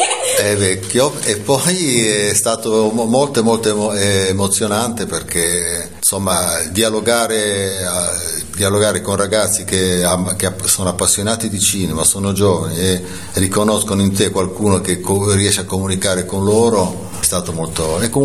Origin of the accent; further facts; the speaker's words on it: Liguria, Italy; a parte che sono ligure, quindi qualsiasi cosa che viene da qua io corro.